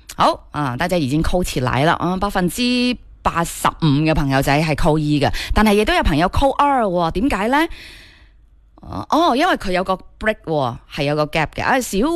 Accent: Guangdong, China; 作为广东人

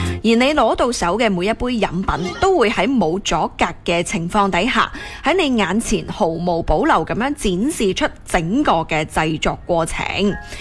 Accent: Guangdong, China; 咁啊，首先就系因为我哋广东人吓、啊、非常之中意炭茶啦

